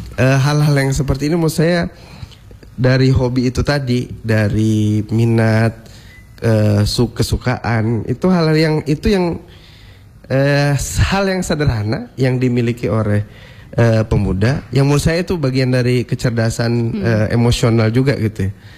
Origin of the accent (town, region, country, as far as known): Gorontalo, Indonesia